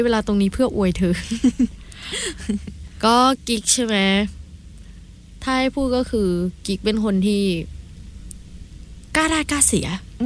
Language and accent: Thai; Southern Thailand, Thailand; พี่เป็นคนแบบรักใครรักจริง เด็กใต้รักจริง